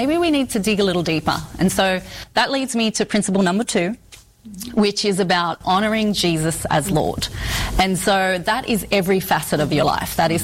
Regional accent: Australia; moved away as an adult; now in United States; Well, obviously my accent's a little funny, and so I'm from Australia.

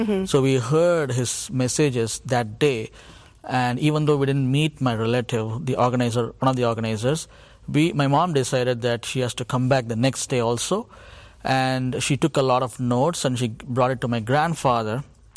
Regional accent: India; City was born and raised in India

